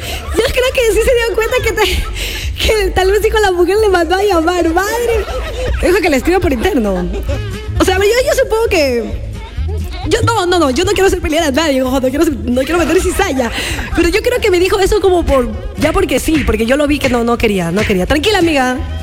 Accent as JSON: {"language": "Spanish", "region": "Loja", "country": "Ecuador", "said": "Yo soy Lojano, pues obviamente."}